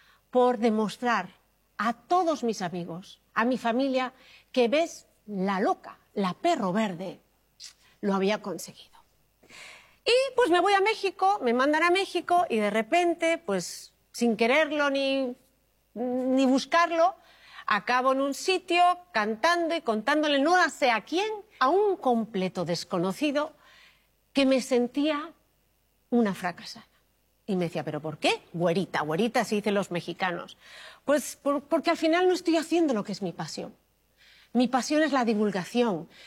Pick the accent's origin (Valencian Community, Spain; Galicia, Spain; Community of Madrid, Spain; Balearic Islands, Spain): Community of Madrid, Spain; Madrid; born there; moved away; Pero soy de aquí, nací en Madrid.